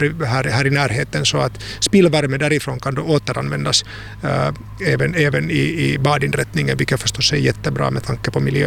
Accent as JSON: {"language": "Swedish", "town": "Tampere", "region": "Pirkanmaa", "country": "Finland", "tie": "born or raised there", "also_born_or_lived": "Helsinki / Hanko", "moved": "as an adult", "lives_now": "Kasnäs, Finland", "said": "jag är ju ursprungligen Tammafors-pojke. Jag har vuxit upp i Tammafors och gått Svenska Samskolan i Tammafors"}